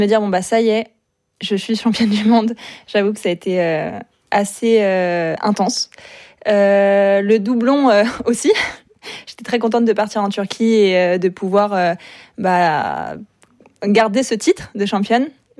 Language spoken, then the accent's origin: French; La Chapelle-la-Reine, Île-de-France, France; Alors moi, je viens de La Chapelle-la-Reine.